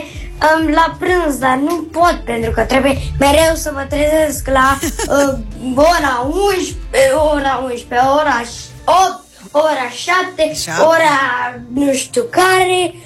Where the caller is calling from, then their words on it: Bucharest, Romania; din București, am 7 ani.